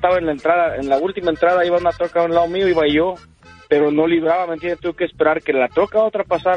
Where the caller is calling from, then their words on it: San Luis Potosí, Mexico; ¿Somos muchos potosinos los que pasaríamos por ahí o qué?